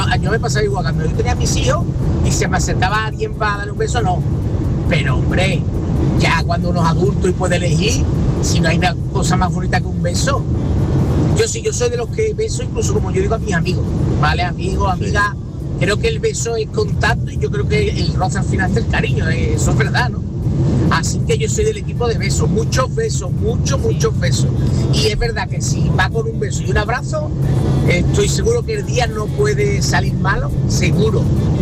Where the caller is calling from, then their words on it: Seville, Andalusia, Spain; de Sevilla. Ahora estoy en Córdoba, de camino para Sevilla.